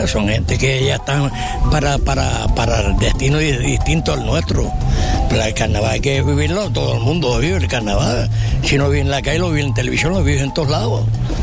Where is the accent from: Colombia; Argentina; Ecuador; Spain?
Spain; Las Palmas de Gran Canaria, Canary Islands; Bueno, el carnaval significa una alegría de mi tierra, de Las Palmas de Gran Canaria, donde todo lo volcamos hacia él